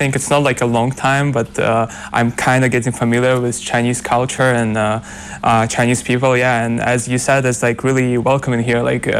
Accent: Russia; English is a second language; like you say I'm from Russia and they say привет, like hello in Russian

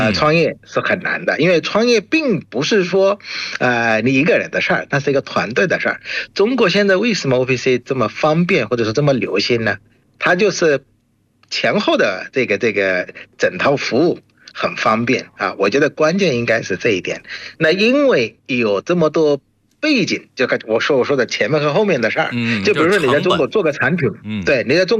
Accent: Bangladesh; Chinese is a second language

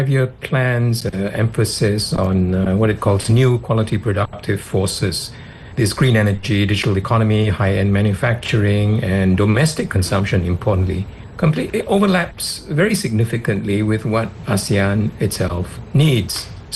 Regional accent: Malaysia; I come from Malaysia

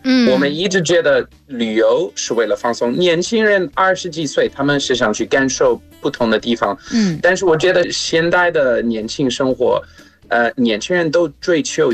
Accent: South Africa; Chinese is a second language; 但是我说实话，作为外国人，在那个情况，因为我们的国家在南非，还有我爸是葡萄牙人。

